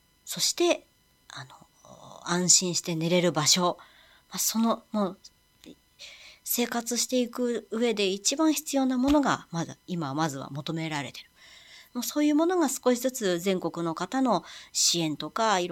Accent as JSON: {"language": "Japanese", "region": "Ishikawa", "country": "Japan", "tie": "born or raised there", "moved": "yes", "lives_now": "Tokyo, Japan", "said": "私の田舎、まあ、ふるさと、石川県の能登"}